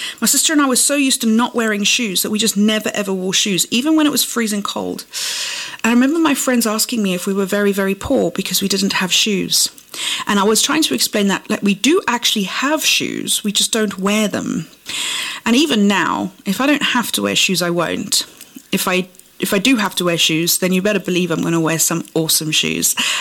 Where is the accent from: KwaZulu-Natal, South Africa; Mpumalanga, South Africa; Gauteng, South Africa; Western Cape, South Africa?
Western Cape, South Africa; Ceres; born there; So we went to a school in Ceres, which was the nearest big town to our farm. And it was completely Afrikaans rather than mixed.